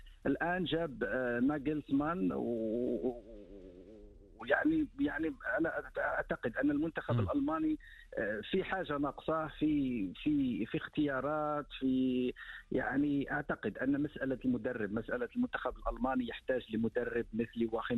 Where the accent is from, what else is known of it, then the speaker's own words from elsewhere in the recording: Morocco; باعتباري أنا مغربي